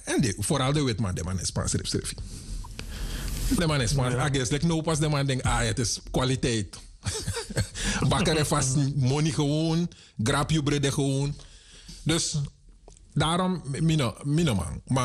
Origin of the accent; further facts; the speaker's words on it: Suriname; now in Netherlands; Wij als Surinamers zouden gewoon zeggen: ja, zijn moos, vriend.